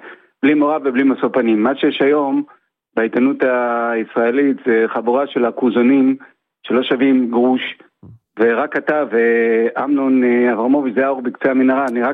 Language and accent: Hebrew; Kiryat Malakhi, Southern District, Israel; now in Givatayim, Israel; אני מגבעתיים, אבל במקור מקריית מלאכי.